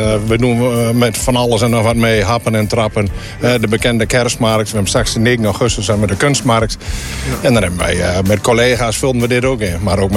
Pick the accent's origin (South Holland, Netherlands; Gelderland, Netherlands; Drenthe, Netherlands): Drenthe, Netherlands; Westerbork; ik kom zelf uit Westerbork.